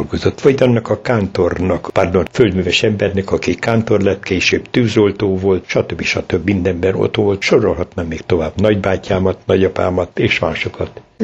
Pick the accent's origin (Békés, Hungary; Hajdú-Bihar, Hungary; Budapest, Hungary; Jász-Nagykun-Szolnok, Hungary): Hajdú-Bihar, Hungary; Pocsaj; moved away; éhségem még mindig nagy volt az iránt, a föld iránt, amelyik engem felnevelt, az otthon iránt, Pocsa iránt.